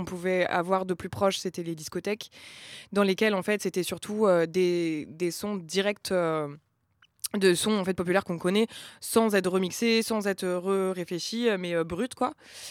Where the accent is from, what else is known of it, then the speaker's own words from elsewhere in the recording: Brittany, France; moved away as an adult; now in Paris, France; je viens d'un milieu populaire. Je viens de Bretagne à la base.